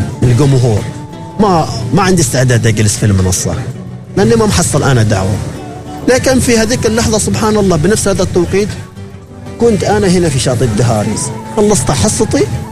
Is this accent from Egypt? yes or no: no; Salalah, Dhofar, Oman; ترى هو متواصل معي ما يعرف اني انا من صلالة، هو يفكر انه … من مسقط. فانا مبلغه يا عزيزي ترى انا من صلالة،